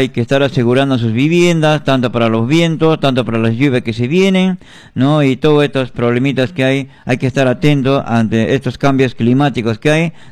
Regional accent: Peru; Esto nos hace quedar mal como peruanos

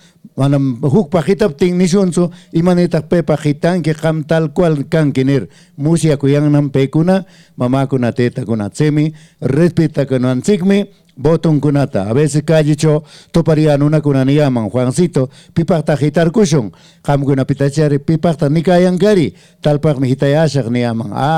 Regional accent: Peru; al final todos seguimos siendo peruanos.

